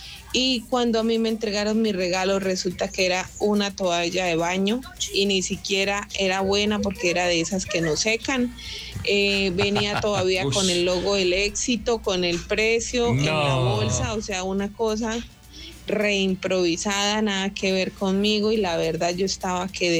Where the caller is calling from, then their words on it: Girón, Santander, Colombia; desde Girón, sintonizándolos.